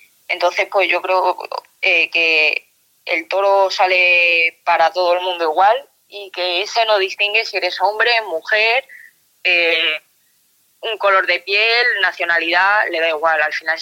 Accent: Madrid, Community of Madrid, Spain; Pues bueno, yo soy madrileña

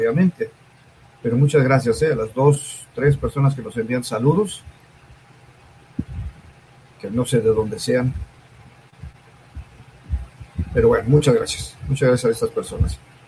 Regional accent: Puebla, Mexico; Soy del estado de Puebla.

